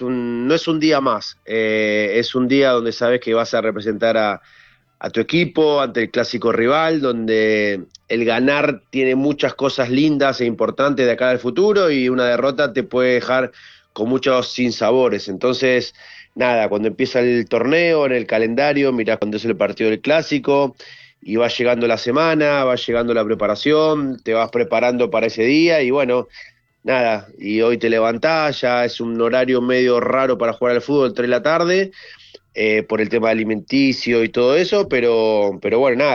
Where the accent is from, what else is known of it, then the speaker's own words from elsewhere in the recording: Buenos Aires, Argentina; nací en Caseros y Boedo, prácticamente en el medio de Parque Patricio y Boedo.